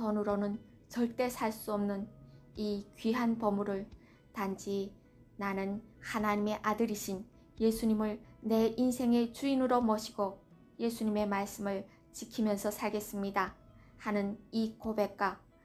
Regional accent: North Korea; moved away; 내 고향 북한에서도 천국을 누리면서 살수 있게 해 주시옵소서.

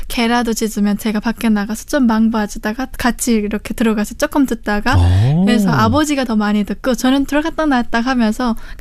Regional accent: Kaechon, South Pyongan, North Korea; 저희 고향은 평안남도 개천시입니다.

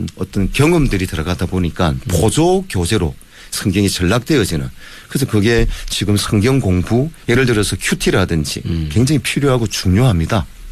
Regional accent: Busan, South Korea; also born or lived in Masan; 태어난 곳은 마산인데 삶의 어떤 뭐 무슨 생활을 끄는 부산이었다 보니까

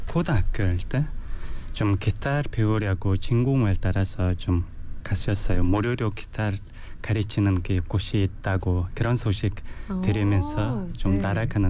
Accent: Ulaanbaatar, Mongolia; Korean is a second language; moved away as an adult; now in South Korea; 저도 울란바토르에서 왔습니다.

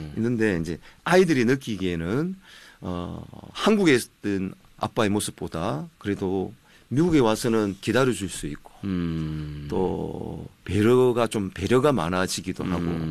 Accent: Busan, South Korea; moved away as an adult; also born or lived in Masan; now in Los Angeles, United States; 태어난 곳은 마산인데, 삶의 어떤, 생활을 끄는 부산이었다

